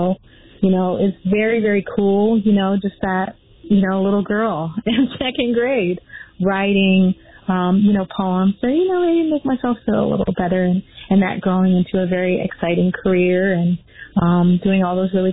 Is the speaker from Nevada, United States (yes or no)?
yes; Las Vegas, Nevada, United States; I was born and raised in Las Vegas. I was raised on the east side of Las Vegas. I went to Las Vegas High School, the whole shebang.